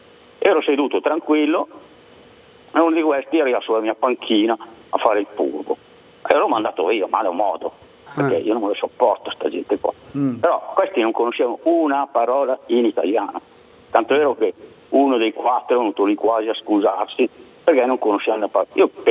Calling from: Genoa, Liguria, Italy; da Genova.

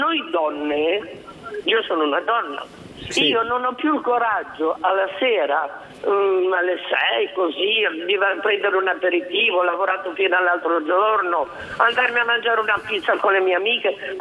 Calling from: Genoa, Liguria, Italy; sono di Genova.

